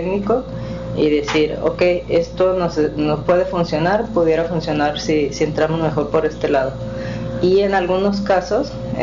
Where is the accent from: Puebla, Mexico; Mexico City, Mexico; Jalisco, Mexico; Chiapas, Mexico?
Jalisco, Mexico; Guadalajara; Soy de Guadalajara